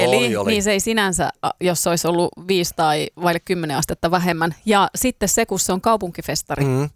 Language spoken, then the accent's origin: Finnish; Savonia, Finland; mä oon itse Savosta kotoisin.